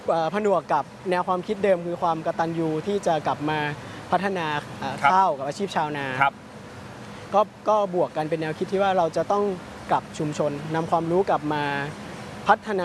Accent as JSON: {"language": "Thai", "region": "Isan", "country": "Thailand", "tie": "born or raised there", "said": "ในอดีตคือเราเป็นชาวนาที่อยู่กลางทุ่งกุลาร้อง"}